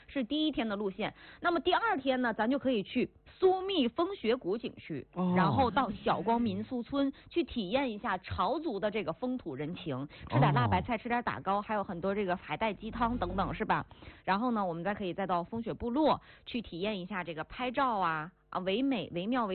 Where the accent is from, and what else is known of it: Huadian, Jilin, China; born or raised there